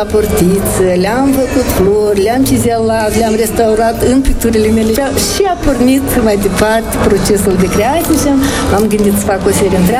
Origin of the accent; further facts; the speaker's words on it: Micleușeni, Strășeni District, Moldova; also born or lived in Seliște, Nisporeni; now in Poșta Veche, Moldova; M-am născut în Seliște, Nisporeni, dar am copilărit în Micleușeni, lângă Dolna, câțiva kilometri